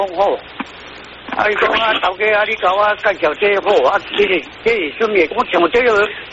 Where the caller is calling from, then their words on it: Hainan, China; 这是咱海南人。